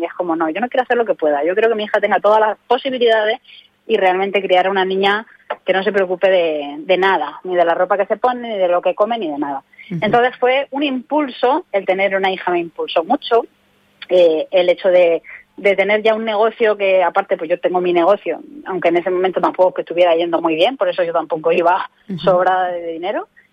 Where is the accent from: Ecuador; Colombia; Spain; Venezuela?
Spain; Elche, Valencian Community; yo estaba de alquiler aquí en Elche, de donde soy